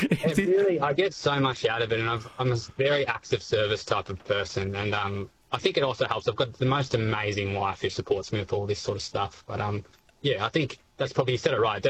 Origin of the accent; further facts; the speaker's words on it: Rokeby, Victoria, Australia; I work, or volunteer, sorry, at the local market just in Rokeby, in my hometown.